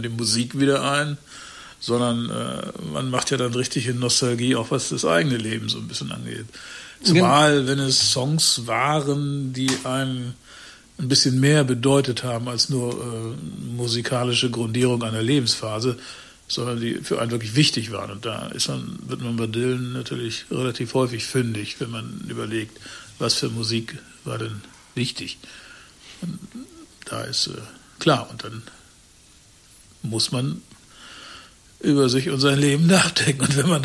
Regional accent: Wolfsburg, Lower Saxony, Germany; Ich bin in Wolfsburg aufgewachsen

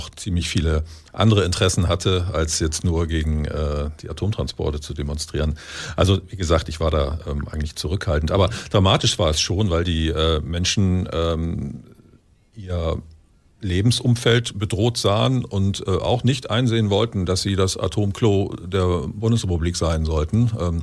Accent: Lüchow-Dannenberg, Lower Saxony, Germany; moved away as an adult; Ich komme übrigens, also wenn ich hier sage, dann meine ich meine Heimat, das ist das östliche Niedersachsen. Ich komme ursprünglich aus dem Wendland, Lüchow-Dannenberg, bin da auch groß geworden.

